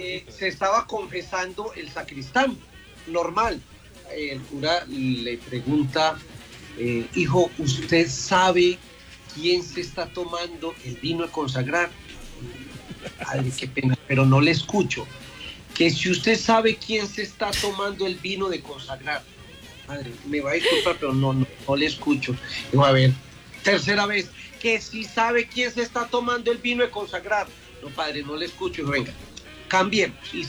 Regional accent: Antioquia, Colombia; Caramanchuma, que es mi pueblo.

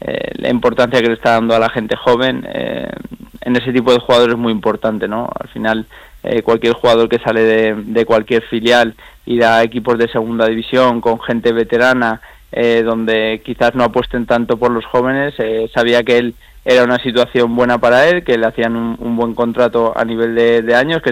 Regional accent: Aragon, Spain

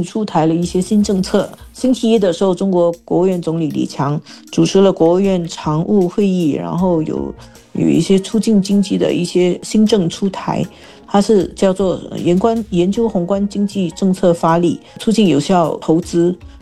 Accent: Singapore; 我们新加坡人，我们很习惯这个公积金买房，建屋发展局的房子买房的概念啊。

